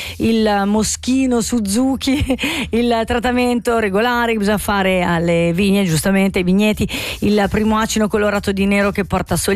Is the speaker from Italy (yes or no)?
no; Biasca, Ticino, Switzerland; io sono di Biasca. Due, diciamo, luoghi nemici, seppur quasi vicini, con dei dialetti meravigliosi